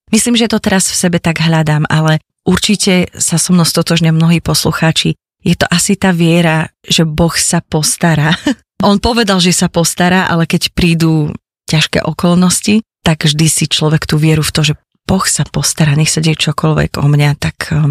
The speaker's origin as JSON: {"language": "Slovak", "town": "Vysoké Tatry", "region": "Prešov Region", "country": "Slovakia", "tie": "born there", "also_born_or_lived": "Trebišov", "said": "pochádzam z Trebišova, čiže pozdravujem všetkých východniarov, ale celá moja rodina sme Prešovčania, Košičania, ale hlavne teda Prešovčania. A ja som rodina Trebišovčanka. Ale keď som mala 6 rokov, tak sme sa presťahovali do Vysokých Tatier."}